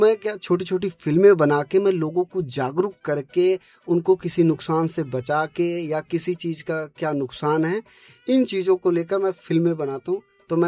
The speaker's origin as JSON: {"language": "Hindi", "region": "Uttar Pradesh", "country": "India", "moved": "yes", "said": "मैं ज्यादातर जैसे यूपी से बिलोंग करा"}